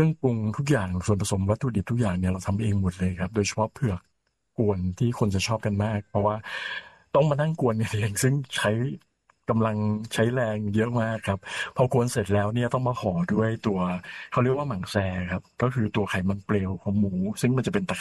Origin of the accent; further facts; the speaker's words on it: Bangkok, Thailand; เป็นคนกรุงเทพครับคนเยาวราชครับ